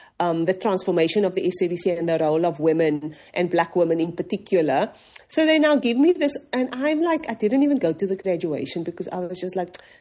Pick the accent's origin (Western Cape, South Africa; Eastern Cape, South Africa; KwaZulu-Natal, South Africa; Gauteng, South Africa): Western Cape, South Africa; Cape Town; moved away; I'm from the Cape Flats. I'm from Mitchells Plain. These are my people.